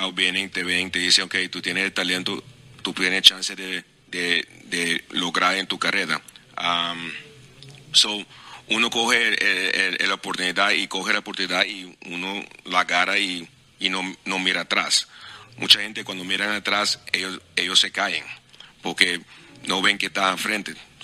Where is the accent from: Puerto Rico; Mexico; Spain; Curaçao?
Curaçao; born there; Spanish is a second language; moved away; mi mamá es venezolana, crió en Venezuela, mudó a Curazao. Mi papá de Aruba, mudó de Aruba para Curazao y ahí yo nací.